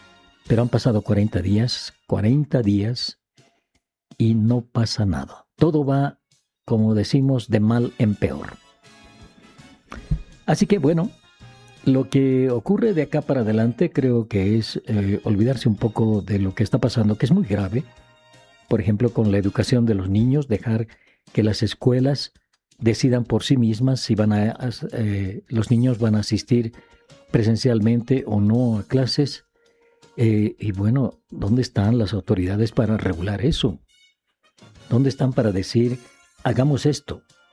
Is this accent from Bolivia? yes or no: yes; Bolivia